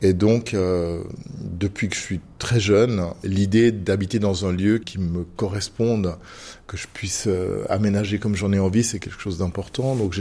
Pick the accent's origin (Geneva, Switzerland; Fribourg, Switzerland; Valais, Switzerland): Fribourg, Switzerland; un petit peu partout en Suisse, je crois. En tout cas en Suisse romande, mais nous on vient de Fribourg.